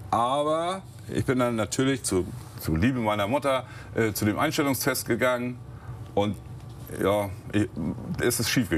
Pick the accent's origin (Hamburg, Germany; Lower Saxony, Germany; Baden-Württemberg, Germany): Hamburg, Germany; Als Hamburger bin ich zu den Landungsbrücken gefahren